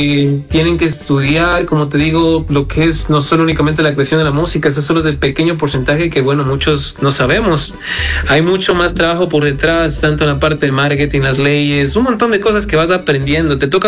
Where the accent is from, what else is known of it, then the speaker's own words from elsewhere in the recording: Quito, Pichincha, Ecuador; Bueno, la verdad es que yo soy de Quito, nacido en Quito, pero voy a ser un híbrido, ¿ok?